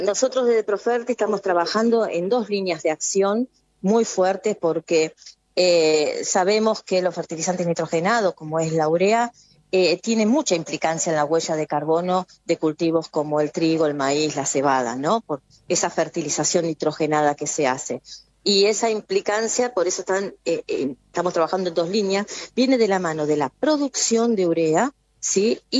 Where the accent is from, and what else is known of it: Argentina